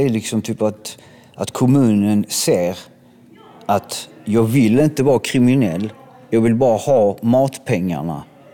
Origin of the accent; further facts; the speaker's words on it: Malmö, Skåne, Sweden; now in Perstorp, Sweden; jag kommer från Malmö